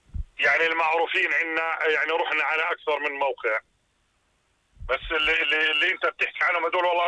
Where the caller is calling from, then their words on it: Jordan; موجود عندنا في الاردن